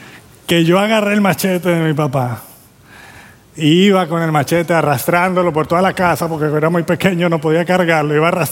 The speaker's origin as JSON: {"language": "Spanish", "region": "Caribbean coast", "country": "Colombia", "tie": "born or raised there", "said": "yo nací en Colombia y yo nací en la costa de Colombia. Y como buenos niños costeños, salíamos a jugar con nuestros amiguitos del barrio, de la calle."}